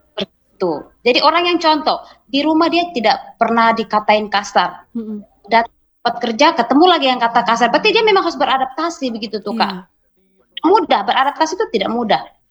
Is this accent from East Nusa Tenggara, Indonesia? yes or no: yes; East Nusa Tenggara, Indonesia; kita orang NTT